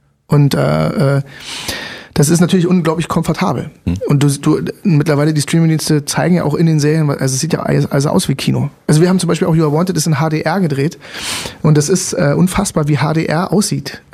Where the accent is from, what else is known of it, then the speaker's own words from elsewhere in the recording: Germany; Und es lag halt nahe, weil Deutsch, ich bin Deutscher, ich kann mich so ausdrücken, ne?